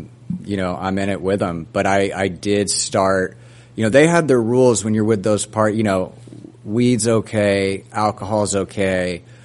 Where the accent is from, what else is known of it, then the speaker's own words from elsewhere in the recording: Florida, United States; I'm from Florida.